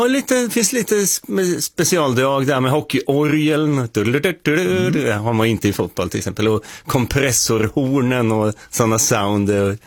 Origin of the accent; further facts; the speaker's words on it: Åtvidaberg, Östergötland, Sweden; Jag är från Åtvidaberg, så jag är från Götaland.